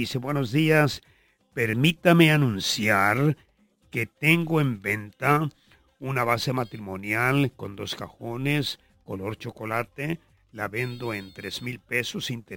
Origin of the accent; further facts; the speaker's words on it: Puerto Vallarta, Jalisco, Mexico; now in Ensenada, Mexico; allá en mi tierra, en Puerto Vallarta